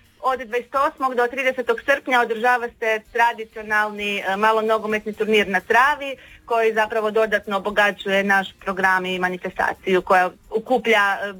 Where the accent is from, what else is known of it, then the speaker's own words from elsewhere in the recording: Kaštelir, Istria County, Croatia; samo kod nas u Kašteliru se za krumpir kaže gramper.